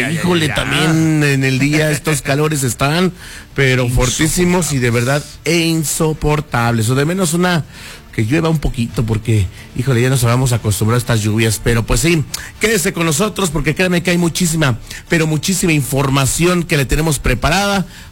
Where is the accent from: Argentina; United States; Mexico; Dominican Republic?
Mexico; como buen mexicano festejamos todo, aunque nos quejemos.